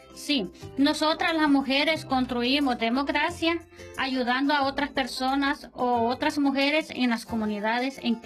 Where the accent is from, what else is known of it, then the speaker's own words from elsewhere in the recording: Ciudad Romero, Usulután, El Salvador; Soy de Ciudad Romero, Cantón El Zamorano, Distrito de Jiquilisco, Usulután Oeste.